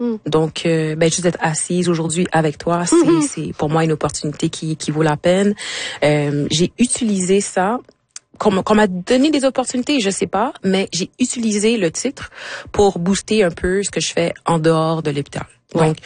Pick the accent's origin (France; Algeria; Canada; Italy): Canada; Quebec; born there